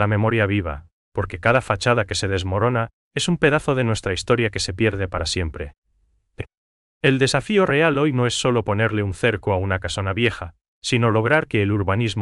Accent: Paraguay; esa esencia que nos define como paraguayos.

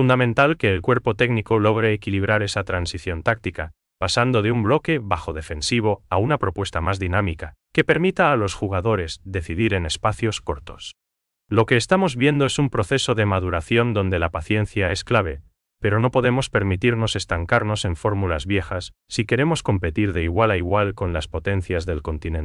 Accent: Paraguay

